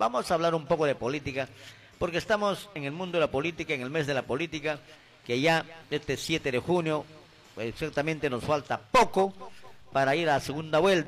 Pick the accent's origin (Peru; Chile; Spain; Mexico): Peru; un pueblo entero, que somos más de 33 millones y millones de peruanos